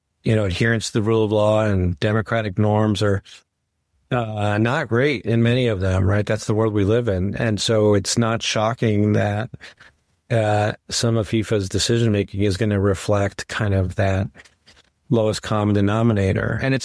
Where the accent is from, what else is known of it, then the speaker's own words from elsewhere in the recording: Mexico; I mean, I'm very American in many ways and very Mexican in many ways. And there are many, perhaps, ways in which I'm more American than Mexican. But when it comes to football, I still, root for Mexico. It's kind of where I started.